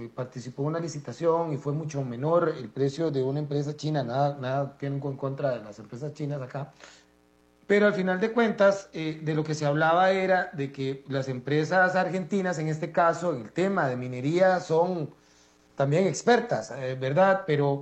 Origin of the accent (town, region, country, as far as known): Costa Rica